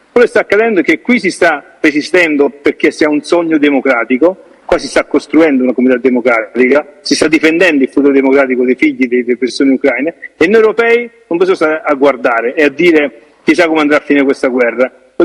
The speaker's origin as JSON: {"language": "Italian", "town": "Benevento", "region": "Campania", "country": "Italy", "said": "Io vengo da Benevento, dalla Campania"}